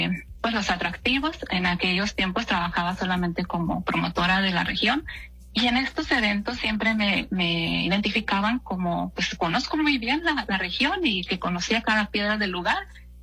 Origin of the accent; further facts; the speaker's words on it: northern Mexico, Mexico; Pues soy así es, sí, soy mexicana, decía yo. Entonces me dicen inmediatamente, qué bonito es Cancún.